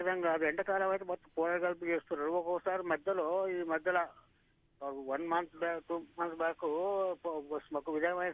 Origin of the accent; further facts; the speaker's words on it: Devarakonda, Telangana, India; ఎందుకంటే మాది దేవరకొండ, నల్గొండ జిల్లా దేవరకొండ, మా డైరీ ఫార్మ్